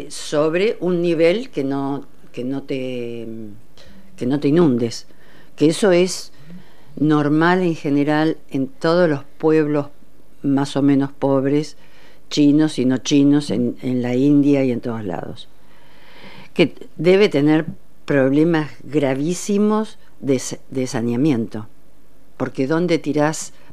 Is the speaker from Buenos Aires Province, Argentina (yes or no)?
yes; Necochea, Buenos Aires Province, Argentina; moved away; y soy de Necochea